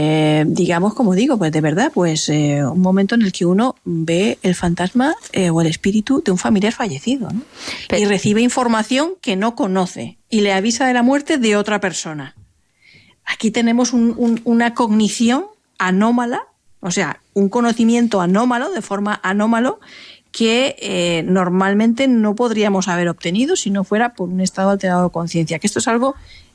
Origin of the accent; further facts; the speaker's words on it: Spain; por fin ve la tierra en mi país y ve la tierra en España.